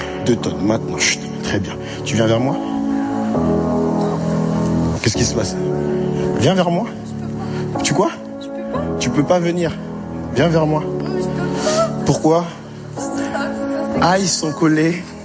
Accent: Garges-lès-Gonesse, Île-de-France, France; Et moi, j'ai grandi à Garges-lès-Gonesse.

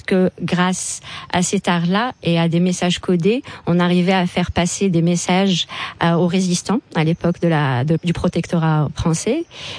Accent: Morocco; Mais j'aurais aimé, en tant que marocaine, avoir des exemples de féministes marocaines.

